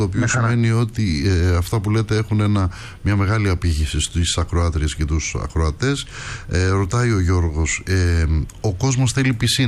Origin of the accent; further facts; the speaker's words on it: Kefalonia, Ionian Islands, Greece; moved away; όπως το λέμε στην πατρίδα μου, την Κεφαλονιά.